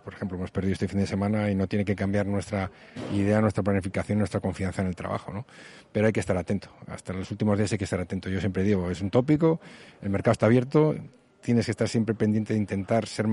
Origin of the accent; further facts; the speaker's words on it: Pamplona, Navarre, Spain; born there; creo que de Osasuna está claro que viene de serie, porque soy nacido en Pamplona, jugador de la cantera desde los 11 hasta los 29 años.